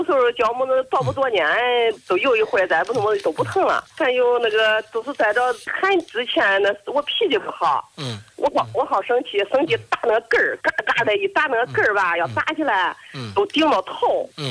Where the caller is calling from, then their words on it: Xingtai, Hebei, China; 我邢台的